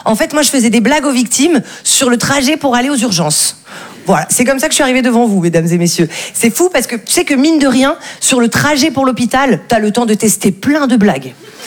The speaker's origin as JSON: {"language": "French", "town": "Val-de-Blore", "region": "Provence-Alpes-Côte d'Azur", "country": "France", "said": "c'est vrai que là d'où je viens, c'était assez compliqué les trajets en ambulance, parce que moi je viens d'un tout petit village qui s'appelle Val-de-Blore. Connaissez ? Non, évidemment. Personne ne connaît Val-de-Blore. C'est minuscule, c'est sublime"}